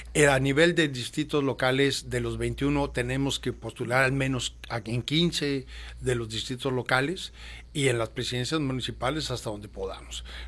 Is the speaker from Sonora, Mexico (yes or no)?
yes; Sonora, Mexico; moved away; yo regreso a mi tierra